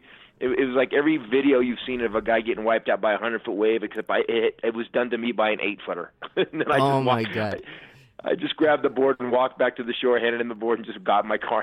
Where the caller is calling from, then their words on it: California, United States; I'm calling from California in the snow.